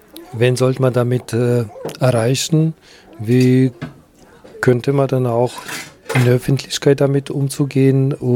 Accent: North Macedonia; born or raised there; now in Germany

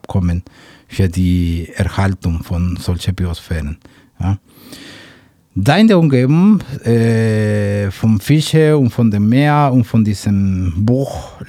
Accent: Mexico; German is a second language; moved away; Ich bin Mexikaner.

